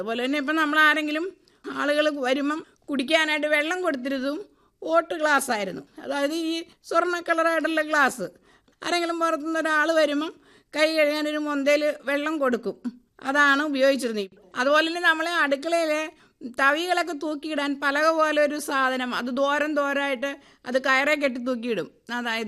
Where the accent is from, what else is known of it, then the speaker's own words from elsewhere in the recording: Ernakulam, Kerala, India; now in Kuruppanthara, India; എന്റെ സ്വന്തം സ്ഥലം എറണാകുളമാണ്. അവിടെയാണ് ജനിച്ചു വളർന്നത്. എന്നെ കല്യാണം കഴിച്ചു കൊണ്ടുവന്നേക്കുന്നതാണ് കുറുപ്പന്തറ.